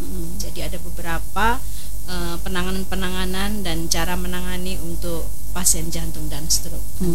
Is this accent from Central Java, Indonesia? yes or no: yes; Jepara, Central Java, Indonesia; moved away; saya dari Jepara.